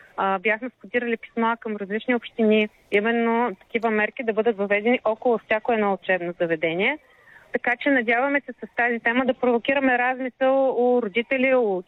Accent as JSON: {"language": "Bulgarian", "town": "Plovdiv", "region": "Plovdiv Province", "country": "Bulgaria", "said": "За Пловдив, откъдето сме ние от БГ Бъди активен, всъщност нямаме изобщо изградена такава инфраструктура."}